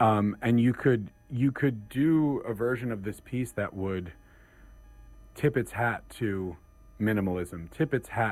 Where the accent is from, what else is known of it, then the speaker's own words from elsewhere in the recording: New York, United States; Feldman being a New Yorker too